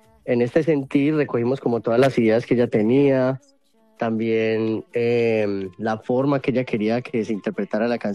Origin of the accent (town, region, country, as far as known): Colombia; moved away